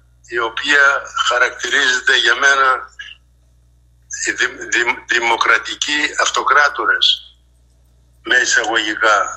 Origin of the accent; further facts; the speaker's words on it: Greece; σε αυτή τη χώρα εδώ που λέγεται Ελλάδα, την πατρίδα μου